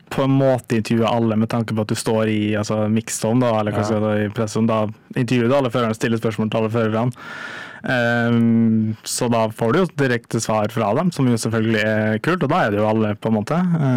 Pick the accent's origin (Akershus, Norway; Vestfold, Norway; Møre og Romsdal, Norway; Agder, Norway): Møre og Romsdal, Norway; Molde; jeg vet ikke om det er fordi jeg er fra Molde, eller hva det er, men så det var, for der er det null bilsport